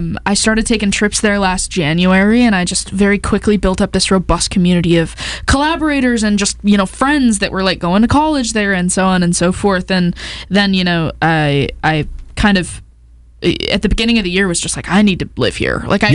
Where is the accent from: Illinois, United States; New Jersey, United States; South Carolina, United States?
Illinois, United States; Granite City; moved away as an adult; now in Nashville, United States; I grew up right outside of St. Louis.